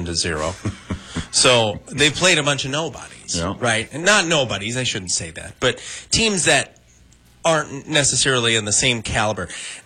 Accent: Minnesota, United States; moved away; I'm originally from Minnesota.

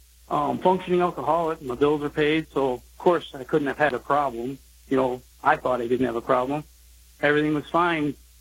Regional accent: Akron, Michigan, United States; I grew up in Akron, Michigan, a small farm town.

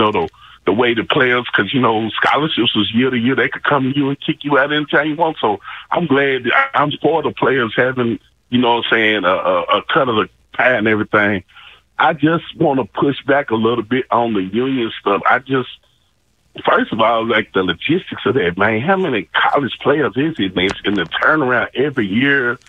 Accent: Tennessee, United States; I'm from the Mid in the North, right above Nashville.

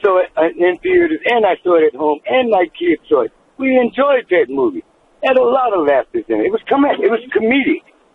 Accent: Chicago, Illinois, United States; I'm a Chicago. I grew up in Chicago. West Side Cub loving fan.

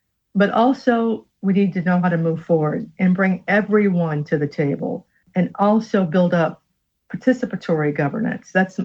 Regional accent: Battle Creek, Michigan, United States; I'm made in Battle Creek. I don't know whether you knew that or not. I grew up in the Washington Heights neighborhood of Battle Creek, attended Dudley, Northwestern.

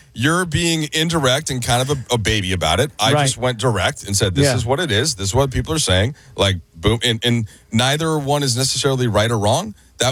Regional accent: Minnesota, United States; Yeah, western suburbs of Minneapolis.

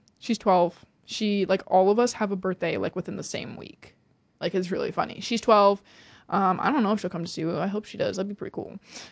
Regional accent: Marysville, Washington, United States; I am from Marysville, Washington, which is about 45 minutes north of Seattle.

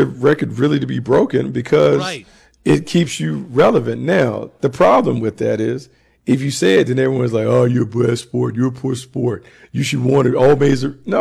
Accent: Raleigh, North Carolina, United States; the Hurricanes are from my hometown, Raleigh.

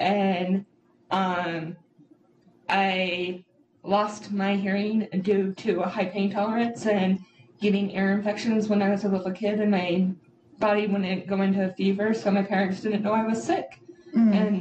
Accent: Utah, United States; I grew up in Northern Utah, and I love outdoor activities

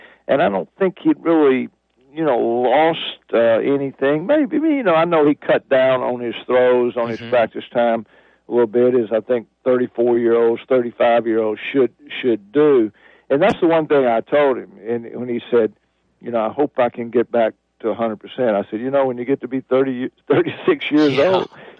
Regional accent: Mississippi, United States; now in New Orleans, United States; Of course, I grew up in North Mississippi, went to Ole Miss, but I've lived here in New Orleans now for 41 years

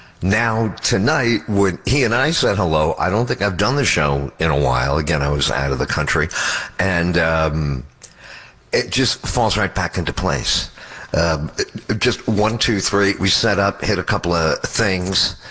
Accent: New York, United States; they're shot on location in my hometown up there, NY.

